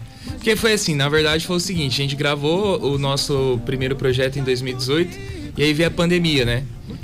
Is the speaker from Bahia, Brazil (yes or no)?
no; Maringá, Paraná, Brazil; born there; Eu sou de Maringá, eu nasci lá.